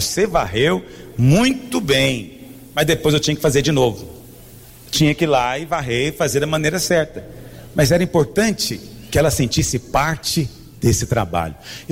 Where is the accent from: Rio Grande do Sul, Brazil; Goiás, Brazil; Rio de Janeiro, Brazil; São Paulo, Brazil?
Goiás, Brazil; Eu sou goiano, eu falo dá conta, né?